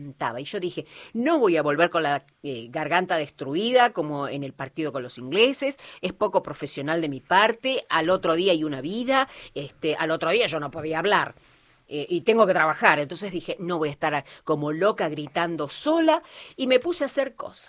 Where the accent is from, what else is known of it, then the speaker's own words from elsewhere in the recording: Argentina; Así somos los argentinos.